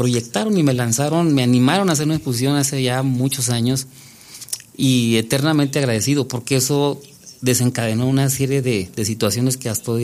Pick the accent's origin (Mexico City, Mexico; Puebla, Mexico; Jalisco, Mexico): Mexico City, Mexico; born there; Porque yo soy nacido en la Ciudad de México, pero aquí tengo viviendo 45, 47 años.